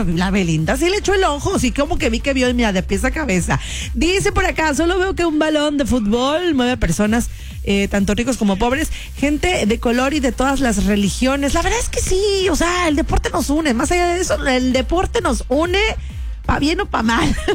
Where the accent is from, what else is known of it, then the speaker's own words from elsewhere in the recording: Mexico; la emoción que al final del día estamos viviendo como afición mexicana.